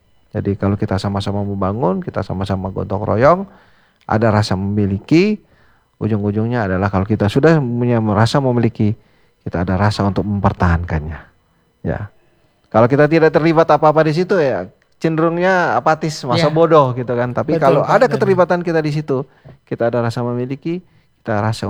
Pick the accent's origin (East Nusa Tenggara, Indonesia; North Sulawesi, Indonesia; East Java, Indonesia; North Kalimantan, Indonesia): North Sulawesi, Indonesia; Minahasa; kebetulan saya orang Putra Minahasa juga